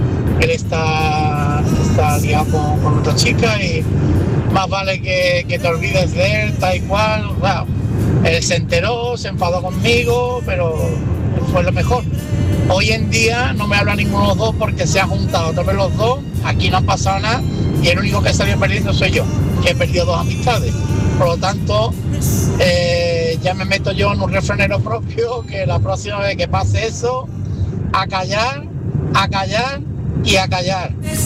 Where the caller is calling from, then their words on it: Cádiz, Andalusia, Spain; Soy … de Cádiz.